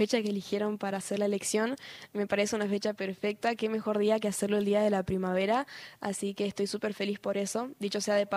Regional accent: Jujuy, Argentina; La idea es quedarme acá en Jujuy, amo a Jujuy, es mi tierra y yo no me podría ir de acá

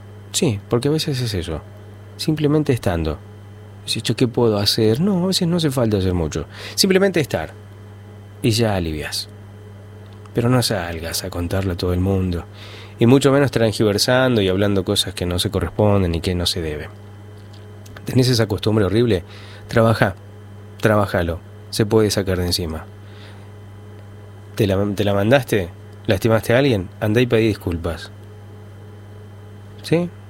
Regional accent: Argentina; Uno como argentino

